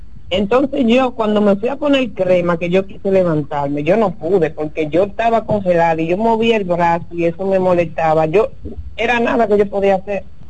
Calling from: San Cristóbal, Dominican Republic; Yo soy de San Cristóbal, pero yo estoy en La Nuñe ahora mismo. Trabajo aquí en La Nuñe de Cáceres.

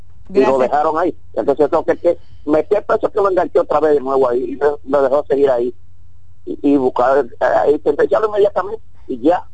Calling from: Sabana Grande de Boyá, Monte Plata, Dominican Republic; Monteplata no, yo vivo en Sabana Grande de Boyá.

